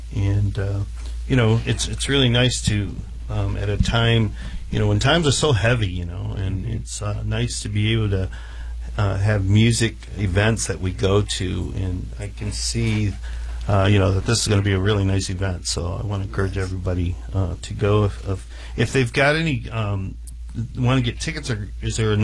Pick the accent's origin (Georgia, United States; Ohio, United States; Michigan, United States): Michigan, United States; Bridgeport; Because I was from Bridgeport, and in those days, Bridgeport was looked a little upon differently.